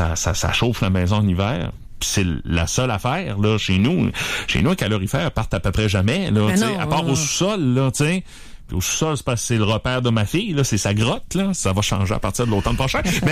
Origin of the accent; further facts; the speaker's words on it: Rimouski, Quebec, Canada; J'ai grandi à Pointe-au-Père et à Rimouski-Est. J'ai même des microclimats là, dans le secteur de Rimouski.